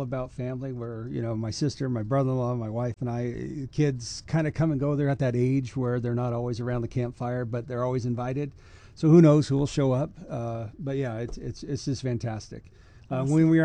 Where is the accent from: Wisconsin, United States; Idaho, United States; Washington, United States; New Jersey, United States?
Idaho, United States; And I would say actually being an American is part of my identity. Being from Idaho is part of my identity.